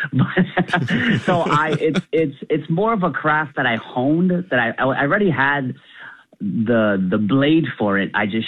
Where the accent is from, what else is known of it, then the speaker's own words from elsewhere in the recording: Philippines; Well, I talk about being Filipino, but not knowing my native tongue.